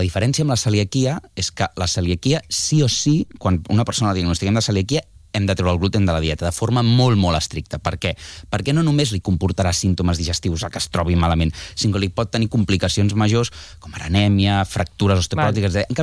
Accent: Barcelona, Catalonia, Spain; also born or lived in Moianès; Jo soc de Barcelona, però comarca del Moianès, me'l sento molt com a pròpia

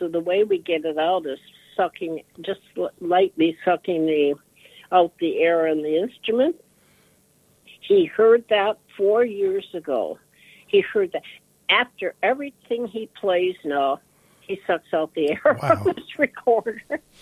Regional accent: Minot, North Dakota, United States; born or raised there

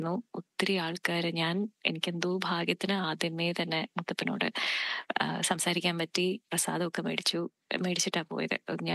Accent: Thiruvananthapuram, Kerala, India; now in Melbourne, Australia; ഞാൻ തിരുവനന്തപുരത്ത് ജനിച്ചു വളർന്ന ഒരാളാണ്.

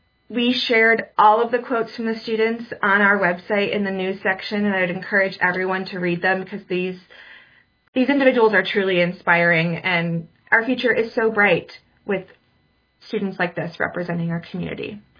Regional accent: Michigan, United States; she'll be headed actually down to my hometown in Western Michigan University.

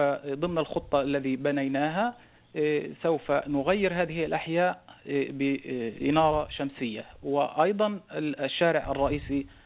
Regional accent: Tel Sheva, Southern District, Israel; طبعا بلدتنا تل السبع لديها خطة، خطة عمل شاملة ومصادق عليها من قبل الدوائر الحكومية.

